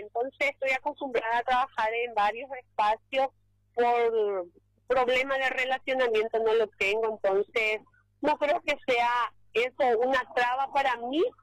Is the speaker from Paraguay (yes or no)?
yes; Presidente Franco, Alto Paraná, Paraguay; me tocó ser directora en mi ciudad natal, presidente Franco